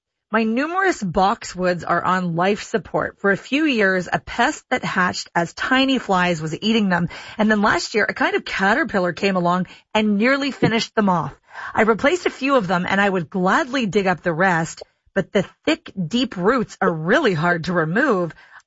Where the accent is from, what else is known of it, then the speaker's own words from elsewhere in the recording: Oakville, Ontario, Canada; Growing up in Oakville, Ontario, we had this beautiful magnolia in the side yard.